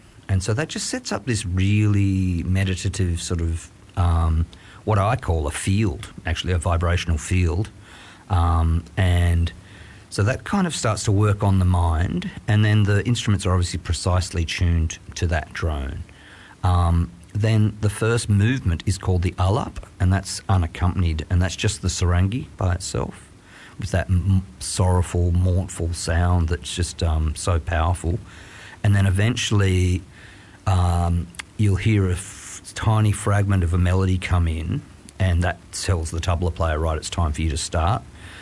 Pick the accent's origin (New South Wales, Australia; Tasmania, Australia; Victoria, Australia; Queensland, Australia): New South Wales, Australia; Grenfell; I was born in Grenfell in the Central West and grew up on a sheep farm playing drums in the wool shed as a kid